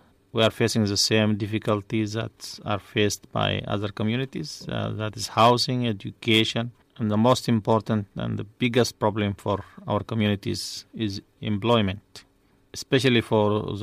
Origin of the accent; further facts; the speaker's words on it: Sudan; moved away; I came from Sudan and I'm 45 years old.